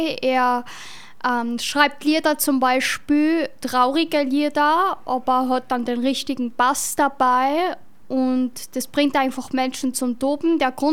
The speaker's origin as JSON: {"language": "German", "town": "Bad Ischl", "region": "Upper Austria", "country": "Austria", "said": "Ich komme aus Bad Ischl."}